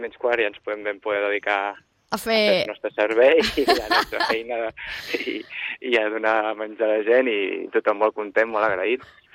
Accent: Sitges, Catalonia, Spain; marxant del meu poble de Sitges i anant a Ribes

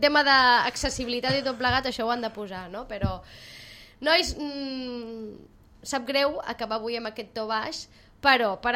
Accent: Sitges, Catalonia, Spain

